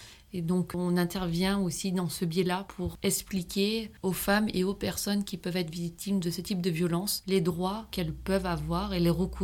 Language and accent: French; Montélimar, Auvergne-Rhône-Alpes, France; je suis originaire de Montélimar, mais ma famille est ardéchoise, donc j'ai un petit attachement pour l'Ardèche. Je ne suis pas très loin